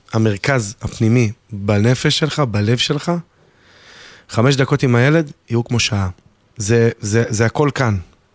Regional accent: Dimona, Southern District, Israel; כשנולדתי בדימונה

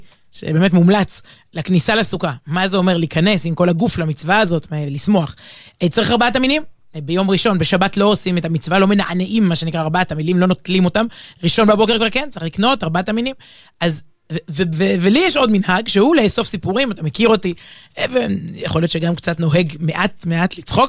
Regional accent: Herzliya, Tel Aviv District, Israel; כן, ליד הרצליה, גדלתי בהרצליה, קיבוץ יקום

